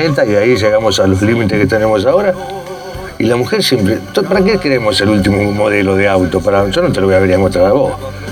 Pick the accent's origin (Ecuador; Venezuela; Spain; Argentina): Argentina; como somos los argentinos.